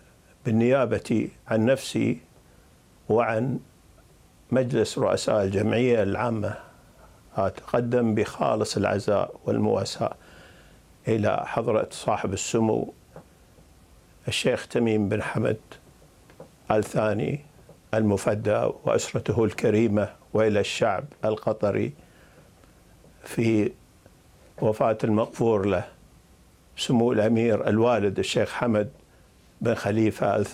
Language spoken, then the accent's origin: Arabic; Qatar